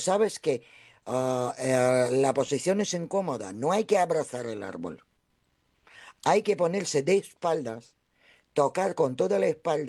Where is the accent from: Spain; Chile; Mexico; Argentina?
Spain; Cantabria; para mí, como yo soy cántabra, la mitad cántabra y la mitad eslava, para mí es como lo mismo.